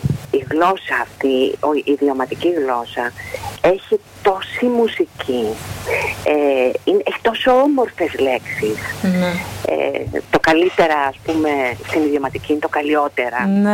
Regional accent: Zygovisti, Peloponnese, Greece; now in Cyclades, Greece; το χωριό μου λέγεται Ζυγοβίστη. Είναι από το Ζύγο και τη Βίτσα.

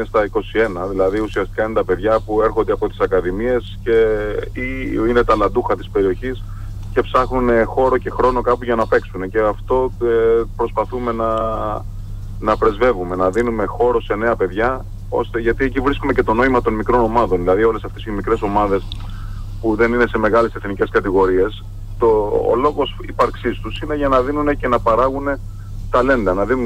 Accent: Nea Alikarnassos, Crete, Greece; Εγώ είμαι γέννημα θρέμα Αλικανασούτης, όπως είναι η οικογένειά μου. Είμαστε Αλικανασίες από τους Μικρασιάτες

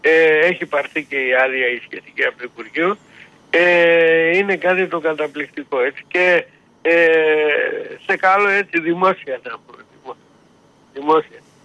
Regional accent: Kastoria, Western Macedonia, Greece; Όταν έγινε στο χωριό μου στην Καστοριά, από την άλλη μεριά, όταν έγινε βενζινάδικο μετά από πολλά χρόνια, έκλεισε μετά από λίγο καιρό.

